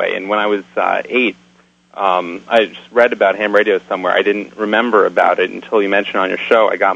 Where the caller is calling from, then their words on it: Maryland, United States; from Maryland.